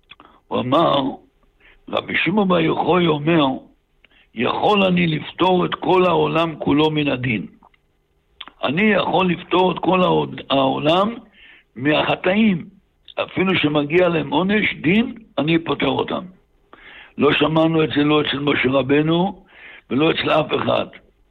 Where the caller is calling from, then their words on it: Meron, Northern District, Israel; השם, אני מדבר איתכם מהרשב"י. אני כבר נמצא ממירון בערב שבת.